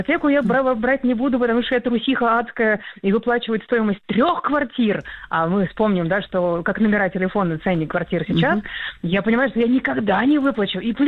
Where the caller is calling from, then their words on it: Moscow, Russia; вы сказали, что я из Москвы, у меня страх, наверное, как и у большинства москвичей, открывающих сайты по продаже недвижимости.